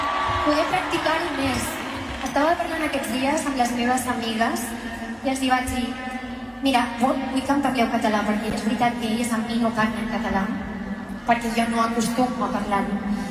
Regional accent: Barcelona, Catalonia, Spain; Jo soc amb la meva família més castellanoparlant, però és veritat que jo he crescut aquí, a Barcelona

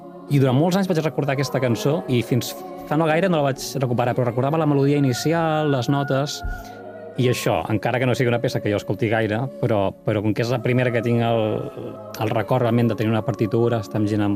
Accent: Santa Oliva, Catalonia, Spain; Jo soc de Santa Oliva, d'un poble del Baix Penedès, i vaig començar a estudiar música a l'escola Pau Casals del Vendrell.

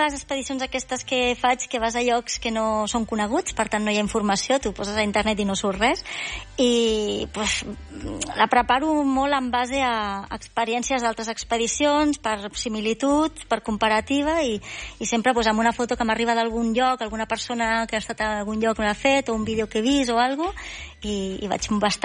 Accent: Catalonia, Spain; Bueno, és que a Espanya, a la península, els dos que hi ha som catalans.

